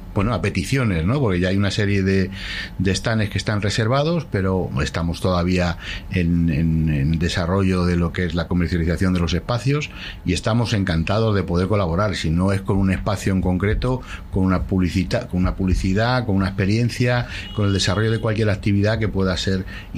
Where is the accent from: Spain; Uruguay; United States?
Spain; Collado Villalba, Community of Madrid; Yo soy de Villalba, de hace muchísimos años